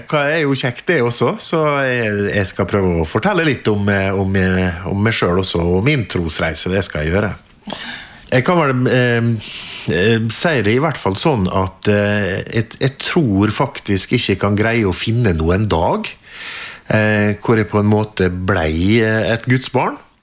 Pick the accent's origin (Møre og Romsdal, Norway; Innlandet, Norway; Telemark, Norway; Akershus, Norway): Møre og Romsdal, Norway; Molde; Jeg kommer jo fra Molde, født og oppvokst der. Traff en jente i Bergen og gifta meg og har fått 4 barn.